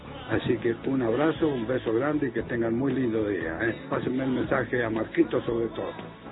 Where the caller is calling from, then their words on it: Argentina; acá de Malvinas.